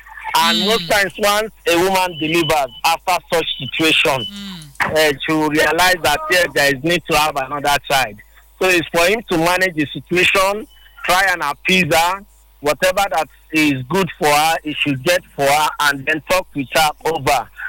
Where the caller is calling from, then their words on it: Port Harcourt, Rivers, Nigeria; I'm calling from Port Harcourt.